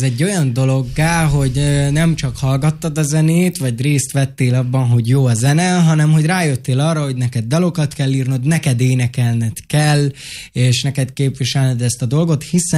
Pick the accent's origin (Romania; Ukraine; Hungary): Hungary; magyarországi roma vagyok